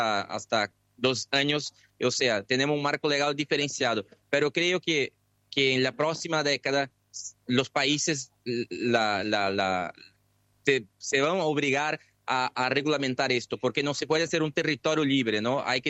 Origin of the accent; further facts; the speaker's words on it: Brazil; Spanish is a second language; Yo soy un brasileño, pero mi papá es brasiguayo, nació en Paraguay, es cerca de Santa Rita